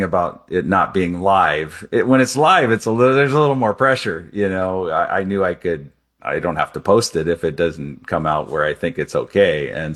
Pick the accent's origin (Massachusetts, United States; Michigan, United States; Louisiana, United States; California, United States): Louisiana, United States; New Orleans; born there; And so he moved us there, and that's where I was born. I was born in New Orleans.